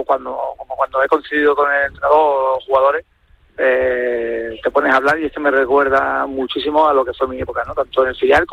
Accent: Málaga, Andalusia, Spain; moved away; also born or lived in A Coruña; lo que me ha dado el Málaga y el Depor por los años que estuve allí, que fue la primera vez que yo salí de Málaga

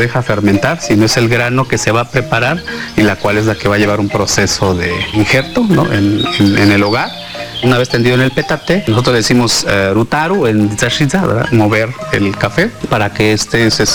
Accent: Tanetze de Zaragoza, Oaxaca, Mexico

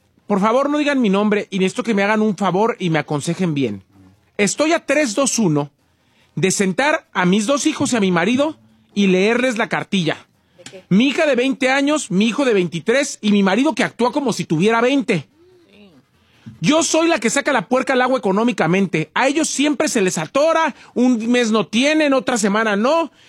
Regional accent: Romita, Guanajuato, Mexico; En julio voy a mi pueblo Romita, Guanajuato por 10 días.

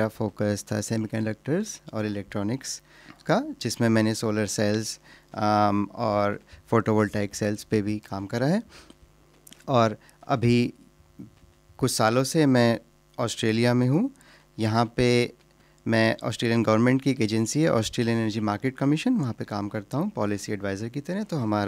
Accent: Meerut, Uttar Pradesh, India; moved away as an adult; also born or lived in Allahabad; now in Australia; मैं भारत में हूँ मेरठ, उत्तर प्रदेश से, और मैंने वहाँ पे अपनी पूरी पढ़ाई, स्कूलिंग वहीं से करी है।

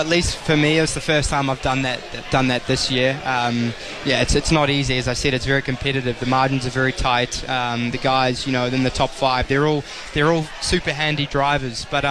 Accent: New Zealand; He's Polish, I'm a Kiwi, we're from opposite sides of the world, but we get along really well.

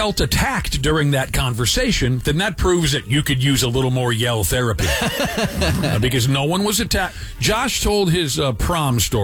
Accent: Minnesota, United States; So you Minneapolis kids drove into my hometown.

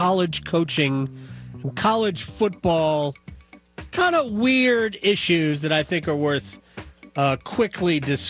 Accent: New Jersey, United States; moved away; I grew up in New Jersey

